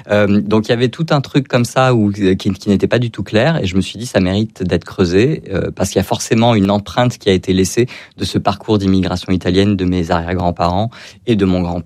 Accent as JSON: {"language": "French", "town": "Hyères", "region": "Provence-Alpes-Côte d'Azur", "country": "France", "tie": "born or raised there", "said": "Moi je suis originaire de Hyères, j'ai grandi à Hyères, donc tout ce qui est reconnexion à mon enfance, ça aurait pu être Hyères."}